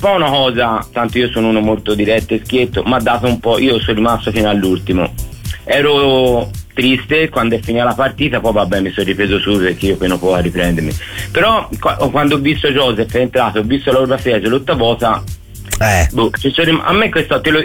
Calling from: Florence, Tuscany, Italy; anch'io sono fiorentino

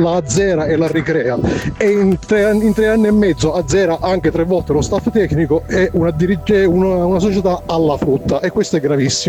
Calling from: Ragusa, Sicily, Italy; da Ragusa

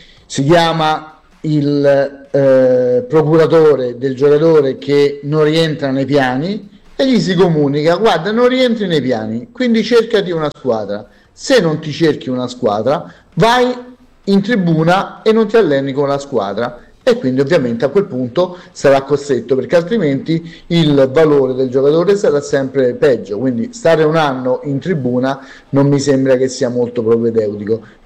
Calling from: Rome, Lazio, Italy

